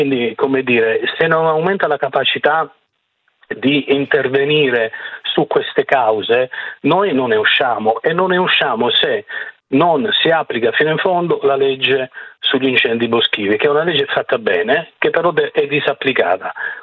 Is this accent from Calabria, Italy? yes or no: yes; Calabria, Italy; io lo dico anche da calabrese